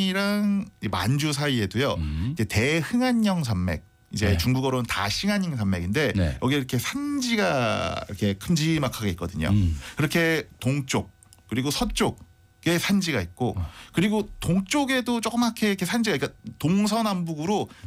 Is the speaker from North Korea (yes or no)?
no; Seoul, South Korea; born there; 저는 서울 태생입니다만.